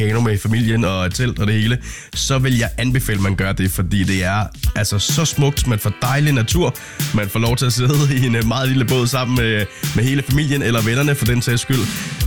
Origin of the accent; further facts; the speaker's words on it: Tørring, Central Denmark Region, Denmark; Ja, jeg kommer jo fra Tørring af, hvor vi jo... altså, det er det første sted på Gudenåen, at man kan sejle i kano.